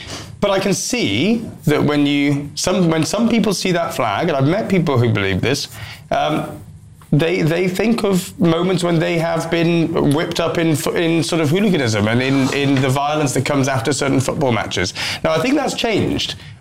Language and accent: English; Wales, United Kingdom; Obviously, as you all know, I'm Welsh.